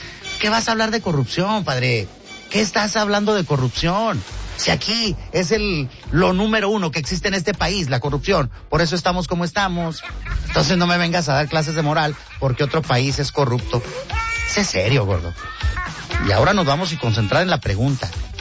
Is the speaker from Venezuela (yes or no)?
no; Ciudad Juárez, Chihuahua, Mexico; also born or lived in Fresnillo, Zacatecas; No, gordo, soy mexicano. Nací, te voy a decir así de sencillo. Nací el 22 de noviembre de 1972 en el rancho El Refugio de Ábrego, municipio de Fresnillo, Zacatecas, patrimonio de la humanidad. A los 9 meses de nacido me trajeron a Ciudad Juárez